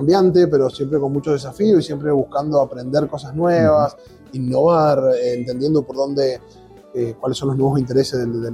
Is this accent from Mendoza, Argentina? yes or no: yes; Mendoza, Argentina; siendo mendocino